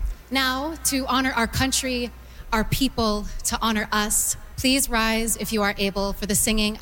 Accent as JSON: {"language": "English", "country": "Canada", "said": "I am always proud to pull out my passport and say that I am Canadian."}